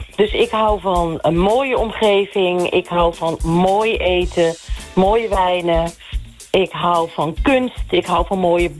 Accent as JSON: {"language": "Dutch", "town": "Nijmegen", "region": "Gelderland", "country": "Netherlands", "tie": "born or raised there", "said": "Ik ben opgegroeid in Nijmegen. En Nijmegen is een toch progressieve studentenstad."}